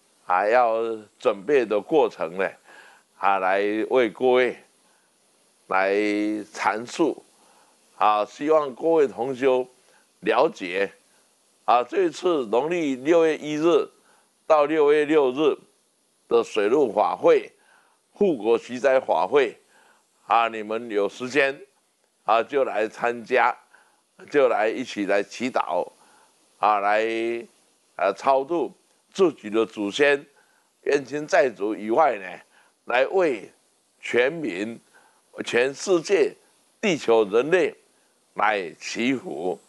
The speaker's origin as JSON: {"language": "Chinese", "country": "Taiwan"}